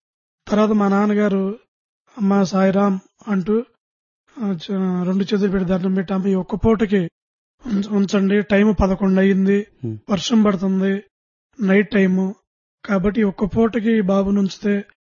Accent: Nandivelu, Andhra Pradesh, India; born or raised there

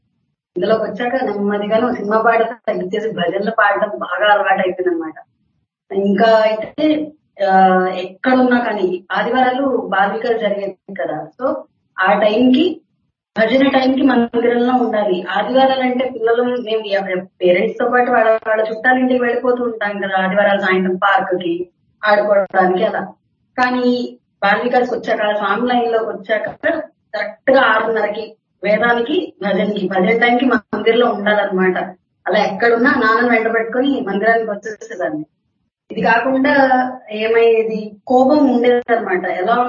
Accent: Vijayawada, Andhra Pradesh, India; మా ఊరు విజయవాడ.

